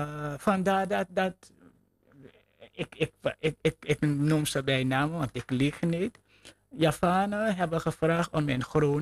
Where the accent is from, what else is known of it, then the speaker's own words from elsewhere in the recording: Suriname; now in Netherlands; We komen allebei uit Suriname.